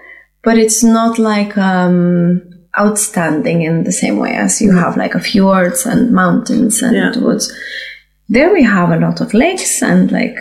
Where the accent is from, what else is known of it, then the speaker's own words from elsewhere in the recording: Lithuania; moved away as an adult; now in Oslo, Norway; I'm from Lithuania and I am a ceramic artist. I have a studio in Oslo. We've been here for 1 year so far.